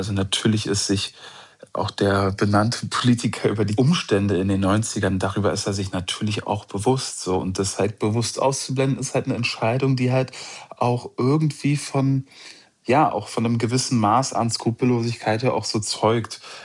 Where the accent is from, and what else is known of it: Munich, Bavaria, Germany